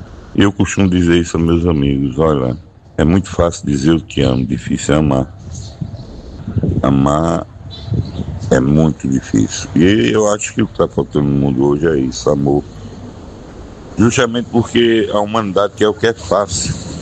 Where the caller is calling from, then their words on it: Sousa, Paraíba, Brazil; Estou falando aqui de Souza, Paraíba.